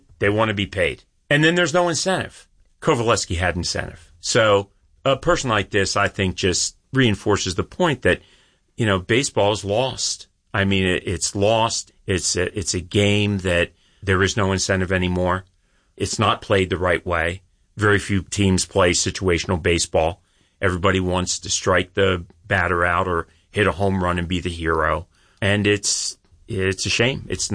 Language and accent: English; Philadelphia, Pennsylvania, United States; now in Scranton/Wilkes-Barre area, United States; I'm a Philadelphian. The other half of my life was spent in Philadelphia.